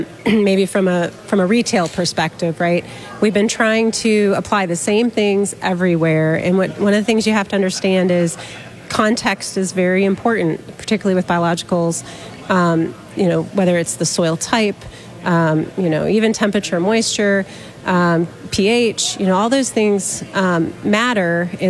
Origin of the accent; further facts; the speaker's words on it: Mansfield, Ohio, United States; Yeah, I grew up in Central Ohio, Mansfield, Ohio. I went to school at Ohio State, did my undergrad and graduate work there in agricultural engineering.